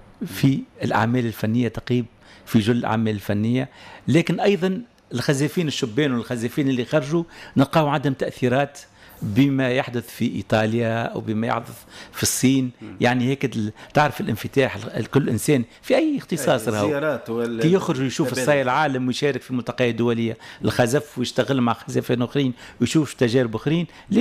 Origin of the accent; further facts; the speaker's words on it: Tunisia; موجود عندنا في تونس